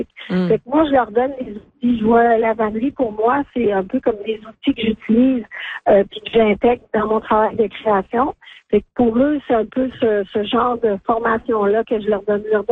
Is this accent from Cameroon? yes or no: no; Quebec, Canada; moi, je viens des Laurentides, j'habite à Val-David, fait que je me suis déplacée.